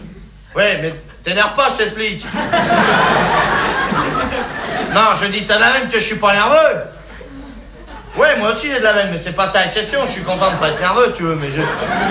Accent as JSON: {"language": "French", "country": "France", "said": "je suis bien blasé, hein, je suis français"}